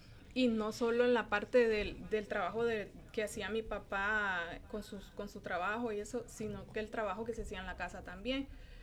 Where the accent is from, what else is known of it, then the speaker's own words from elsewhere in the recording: Colón, Honduras; moved away as an adult; now in Tegucigalpa, Honduras; Colón. Y ya de Colón yo me vine a Tegucigalpa a estudiar la universidad. Entonces yo ahora digo, soy más de Tegus porque yo me vine en el 2006 a estudiar.